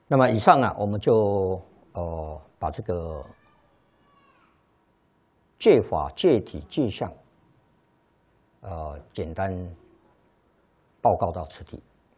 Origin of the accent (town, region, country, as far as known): China